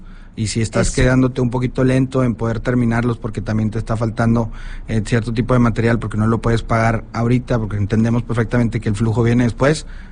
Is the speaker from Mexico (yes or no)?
yes; Monterrey, Nuevo León, Mexico; yo soy de aquí de Cumbres de toda la vida, fui a la Universidad Autónoma de Nuevo León, orgulloso